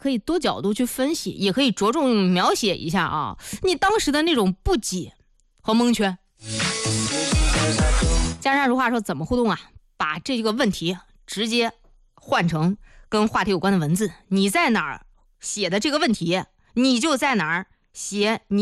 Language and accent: Chinese; Zhengding, Hebei, China; 你像我们正定啊，说起来就是今儿什么呀，吃方便吧。哎，方便。